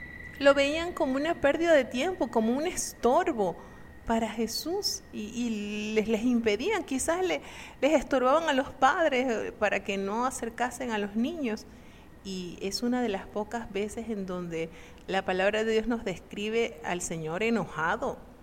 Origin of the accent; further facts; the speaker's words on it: Maracaibo, Zulia, Venezuela; en Maracaibo, donde yo nací y me crié